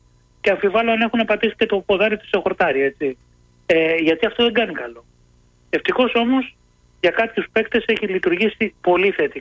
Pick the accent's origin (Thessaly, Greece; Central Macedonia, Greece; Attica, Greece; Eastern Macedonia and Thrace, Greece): Attica, Greece; Aigaleo; now in Mandra, Greece; Μεγάλωσα στο Εγάλαιο και μένω στη Μάνδρα, έτσι.